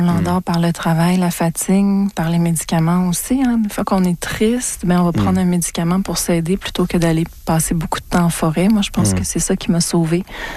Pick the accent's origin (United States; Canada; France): Canada; Montreal, Quebec